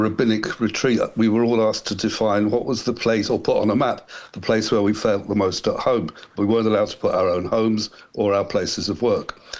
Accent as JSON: {"language": "English", "region": "England", "country": "United Kingdom", "said": "Like, I'm an Englishman. I live in England, and this is my home right here next to yours."}